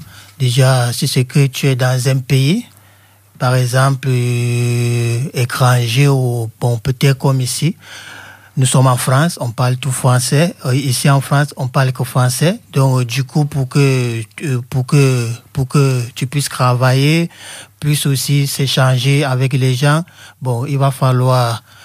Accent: Cameroon; Ouais, moi, je suis du Cameroun.

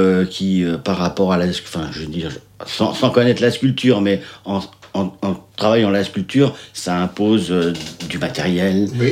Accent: Le Mans, Pays de la Loire, France; moved away as an adult; now in Rochefort-en-Terre, France; Je suis originaire du Mans à la base.

